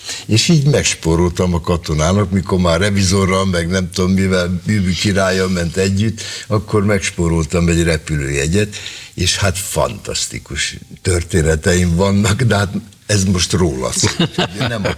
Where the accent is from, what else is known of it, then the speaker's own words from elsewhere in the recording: Kaposvár, Somogy, Hungary; Hát nem, Kaposvárról jöttem, szóval és igen.